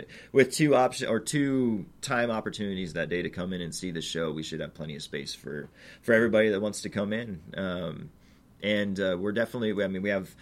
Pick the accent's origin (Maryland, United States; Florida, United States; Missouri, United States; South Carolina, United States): Missouri, United States; Warrensburg; also born or lived in Cape Girardeau / Denver; I grew up here in Warrensburg